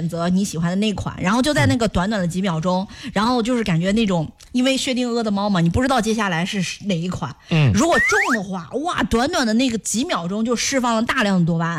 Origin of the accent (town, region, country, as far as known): Jiaozuo, Henan, China